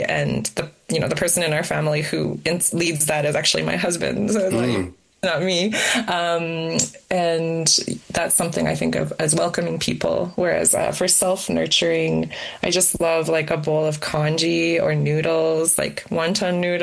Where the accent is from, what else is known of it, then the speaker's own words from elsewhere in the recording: Edmonton, Alberta, Canada; Growing up in Edmonton, like you couldn't just go to any store, you had to go to Chinatown.